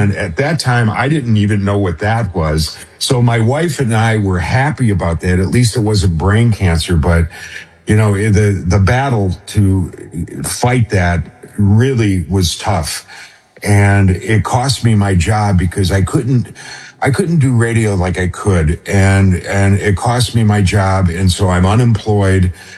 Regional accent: Michigan, United States; born there; This is where I was born in Michigan, and I went to a college over on the west side in Grand Valley, in just outside Grand Rapids, Michigan.

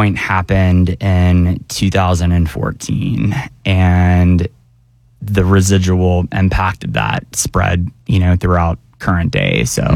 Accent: the South, United States; I grew up gay in the South in the late 90s and early 2000s.

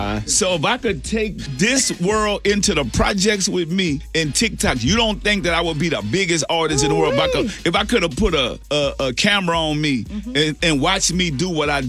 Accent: New Orleans, Louisiana, United States; You know, they could look and say, man, I'm from New Orleans. Man, it's us against the world.

